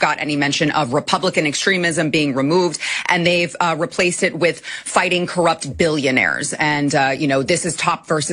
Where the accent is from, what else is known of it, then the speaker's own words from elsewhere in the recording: Texas, United States; I am born and raised here